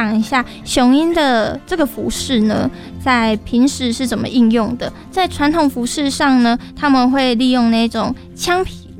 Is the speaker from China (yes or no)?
no; central Taiwan, Taiwan; 我是中部人